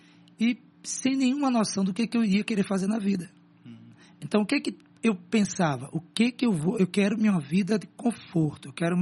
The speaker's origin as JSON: {"language": "Portuguese", "town": "Paulo Afonso", "region": "Bahia", "country": "Brazil", "said": "Eu sou de Paulo Afonso, na Bahia."}